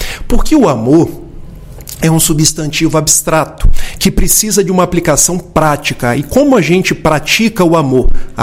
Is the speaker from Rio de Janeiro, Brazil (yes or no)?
yes; Itaperuna, Rio de Janeiro, Brazil; born there; now in Niterói, Brazil; sou nascido em Itapiruna, norte do estado do Rio de Janeiro, mas hoje moro em Niterói.